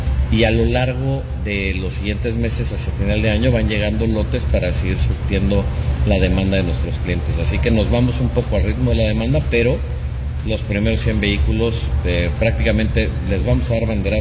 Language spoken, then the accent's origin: Spanish; Mexico; para nosotros como mexicanos